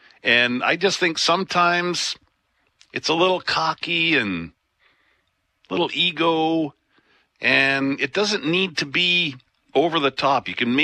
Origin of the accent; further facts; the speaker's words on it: Alberta, Canada; and I'm from Alberta originally, so I know the feeling that, you know, we're not getting the respect we deserve. I grew up